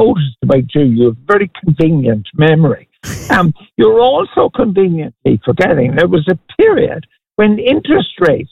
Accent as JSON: {"language": "English", "town": "Cork", "region": "Munster", "country": "Ireland", "tie": "born or raised there", "moved": "as an adult", "lives_now": "Foxrock, Ireland"}